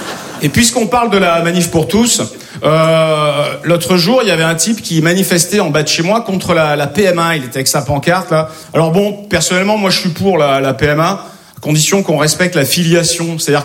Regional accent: Corsica, France; moi je suis corse

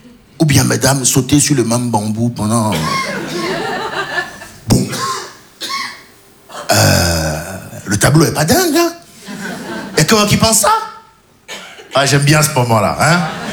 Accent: Benin

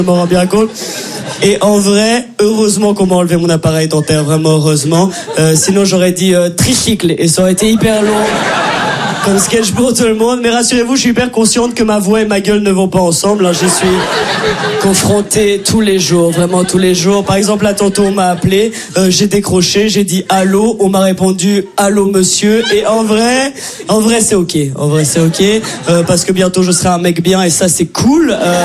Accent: Brussels, Brussels-Capital Region, Belgium; accent: Brussels

